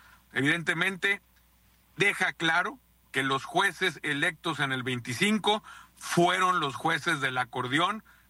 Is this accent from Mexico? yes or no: yes; Sinaloa, Mexico; y te hablo desde Sinaloa, mi estado.